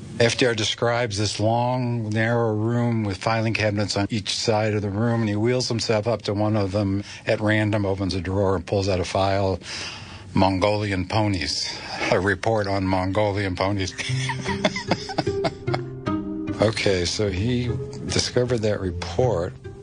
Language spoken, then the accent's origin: English; Beverly, Massachusetts, United States; I grew up in North Beverly, Massachusetts, and there was a branch of the Beverly Public Library within walking distance.